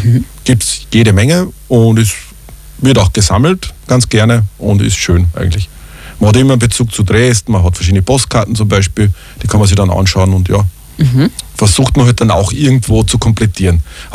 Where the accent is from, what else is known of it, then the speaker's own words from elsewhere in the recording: Sigarting, Upper Austria, Austria; das ist ein Brief mit einem Poststempel aus Sigarting, das ist meine Heimatgemeinde aus dem Innviertel.